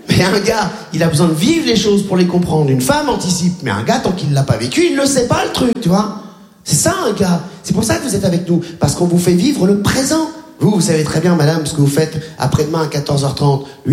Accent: Réunion, France; born or raised there

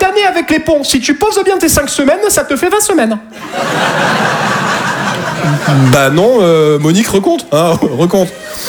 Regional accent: Toulouse, Occitanie, France

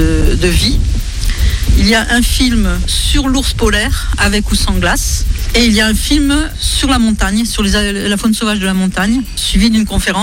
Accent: Provence-Alpes-Côte d'Azur, France; chez nous en Provence

